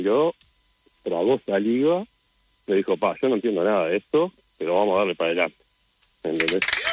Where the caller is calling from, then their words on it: Uruguay; todos mis hermanos tienen nombres italianos. Pero no, soy bien uruguayo.